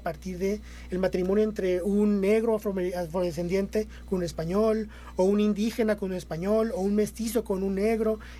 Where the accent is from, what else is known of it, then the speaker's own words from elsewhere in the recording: Mexico; now in Monterrey, Mexico; como mexicanos seamos muy diversos y como hispanoamericanos seamos tan, tan diversos